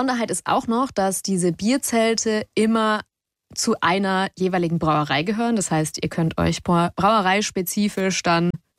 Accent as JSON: {"language": "German", "region": "Bavaria", "country": "Germany", "said": "ich komme ja aus Bayern."}